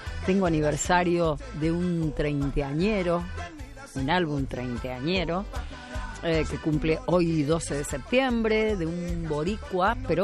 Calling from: Ushuaia, Tierra del Fuego, Argentina; de Ushuaia.

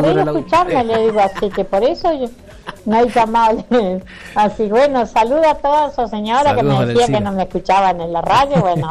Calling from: Junín de los Andes, Neuquén, Argentina; mi pueblo Junín de los Andes

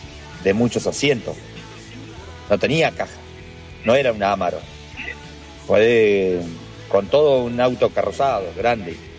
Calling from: Bolívar, Buenos Aires Province, Argentina; de Bolívar.

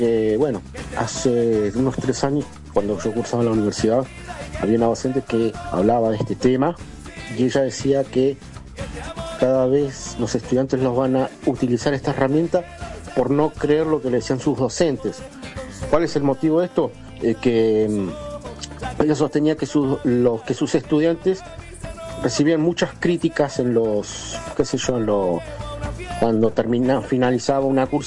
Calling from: José C. Paz, Buenos Aires Province, Argentina; de José Paz

